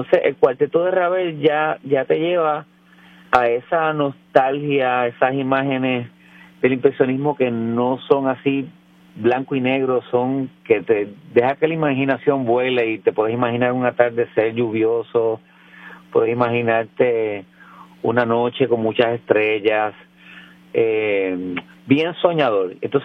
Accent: San Juan, Puerto Rico; born there; Yo nací en Santurce, pero ahora mismo estoy viviendo en Atorrey

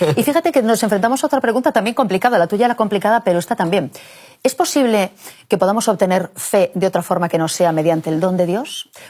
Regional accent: Galicia, Spain; es una frase que dicen mucho en Galicia, en mi tierra

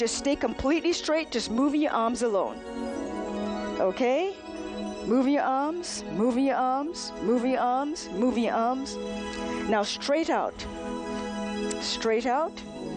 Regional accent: Boston, Massachusetts, United States; I am a physician from Boston.

